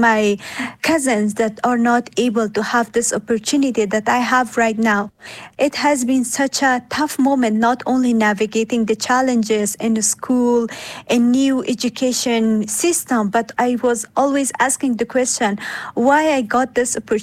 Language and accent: English; Afghanistan; When I came here and when I was wearing hijab and I was talking and I was saying that I was from Afghanistan